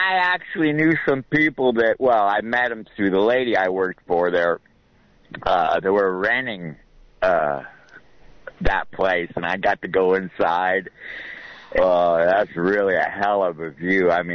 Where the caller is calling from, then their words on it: Santa Cruz, California, United States; in Santa Cruz.